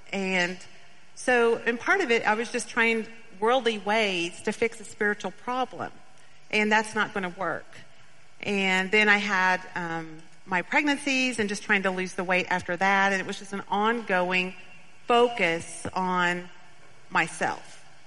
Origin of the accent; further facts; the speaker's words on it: Bentonville, Arkansas, United States; Well, I grew up in Bentonville, Arkansas.